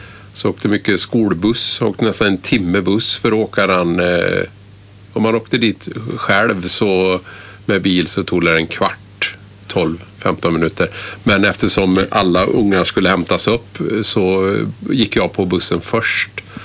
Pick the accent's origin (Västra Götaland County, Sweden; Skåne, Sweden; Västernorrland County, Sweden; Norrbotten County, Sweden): Västra Götaland County, Sweden; Vesene; jag är från Vesene i Herrljunga kommun. En liten ort med få invånare. Och där bodde jag på landet med mamma och pappa.